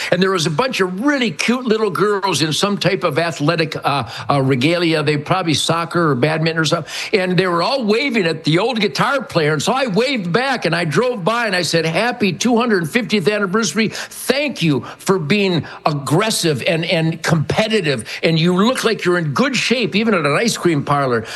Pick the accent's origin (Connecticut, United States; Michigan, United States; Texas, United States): Michigan, United States; Detroit; born there; I was born in Motown.